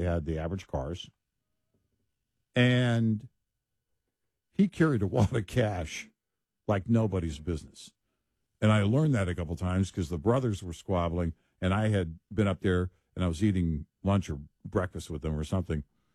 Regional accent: Scotland, United Kingdom

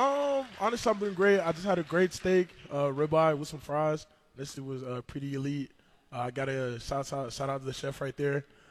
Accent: Normandy, France; now in New Mexico, United States; So, I was originally born and raised in France. I say Paris, which is not true. I was born in Normandy. For those who know a lot of history lessons, I was born by Normandy Beach.

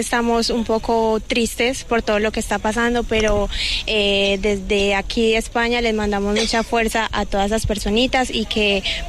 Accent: Colombia; tengo que decir que como colombiana siempre también me fijo muchísimo como en las personas, porque ese calor humano que nosotros tenemos a veces nos hace muchísima falta cuando estamos afuera

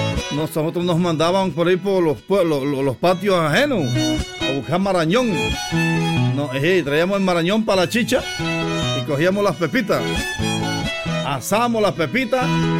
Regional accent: Santiago, Veraguas, Panama; moved away; Me trasladé a mi bello pueblo del Pedernal de Santiago.

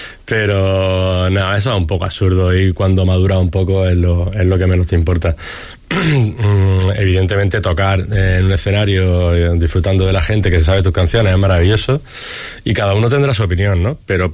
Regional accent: Granada, Andalusia, Spain; porque seamos granadinos o porque hay que ver cómo somos los granadinos

